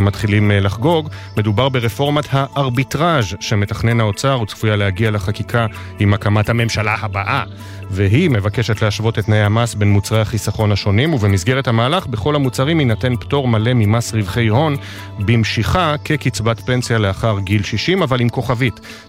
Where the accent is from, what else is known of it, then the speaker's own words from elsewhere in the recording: Holon, Tel Aviv District, Israel; אני מחולון